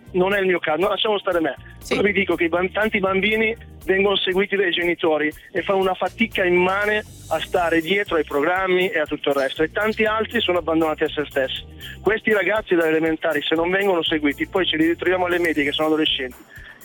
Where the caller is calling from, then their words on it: Milan, Lombardy, Italy; Io sono a Reggio Emilia, ma sono da Milano per lavoro.